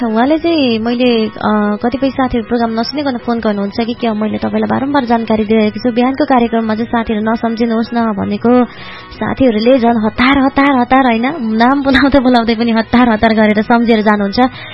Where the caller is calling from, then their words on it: Dharmadevi, Koshi Province, Nepal; हजुर, धर्मदेवी नगरपालिका 4 मामलिङबाट … बोल्दै हुनुहुन्छ।